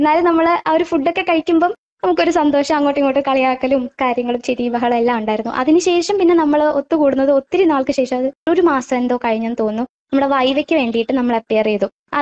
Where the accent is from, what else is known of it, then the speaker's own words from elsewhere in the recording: Varkala, Kerala, India; ഞാൻ വർക്കല സ്വദേശിനിയാണ്.